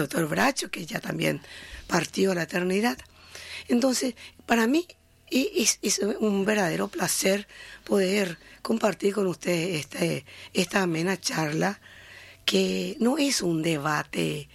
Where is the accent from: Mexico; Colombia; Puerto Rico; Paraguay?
Paraguay; Puerto Pinasco, Presidente Hayes; born there; Yo nací en el Chaco. Yo nací en el Chaco, en Puerto Pinaco, en la cuna de la amistad.